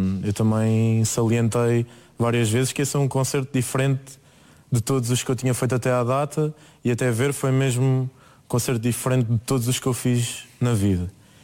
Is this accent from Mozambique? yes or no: no; Ourém, Centro, Portugal; Eu digo sempre prima que sou de Orém, mas depois tenho que dizer que é, opá, o pé de Fátima.